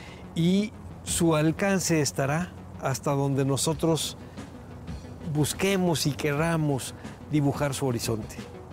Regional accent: Mexico

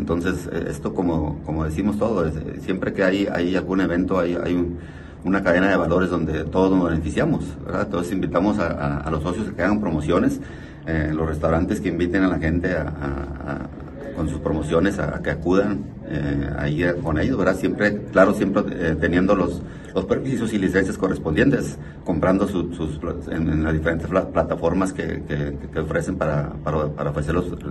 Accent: Mexico; Así somos los mexicanos, ¿verdad?

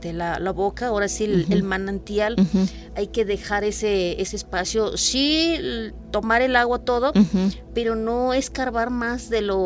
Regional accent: Palmital, Veracruz, Mexico; Entonces, yo soy de Palmital, pertenece

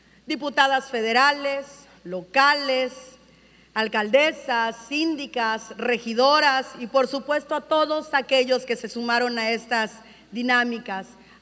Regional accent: Poza Rica, Veracruz, Mexico; en el norte del estado, en la Huasteca y en lo particular en mi tierra, en Poza Rica

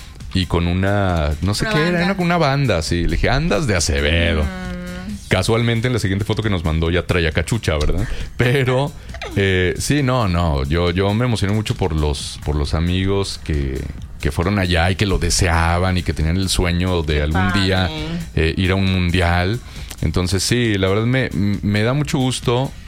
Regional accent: Mexico; yo soy bien mexicano, me encanta ser mexicano.

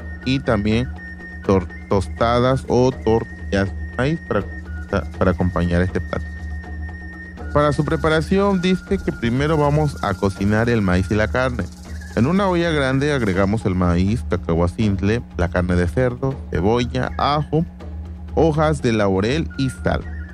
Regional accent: Mexico; estas festividades que se realizan en nuestro país y el cual disfrutamos mucho todos los mexicanos

